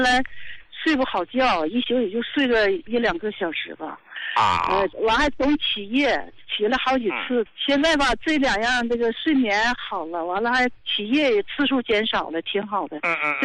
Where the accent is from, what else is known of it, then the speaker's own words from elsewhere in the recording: Qiqihar, Heilongjiang, China; 我是黑龙江的，那啥，齐齐哈尔的，71岁了。